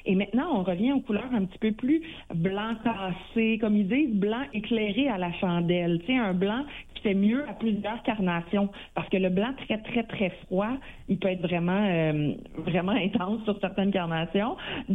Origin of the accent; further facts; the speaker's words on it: Drummondville, Quebec, Canada; je viens de Drummondville, là, je viens du centre du Québec, je viens de région.